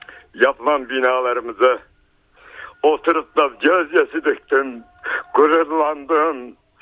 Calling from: Kütahya, Turkey; Kütahya'dan

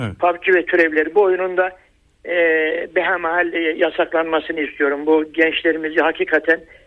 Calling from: Sakarya, Turkey; ben Sakarya'dan.

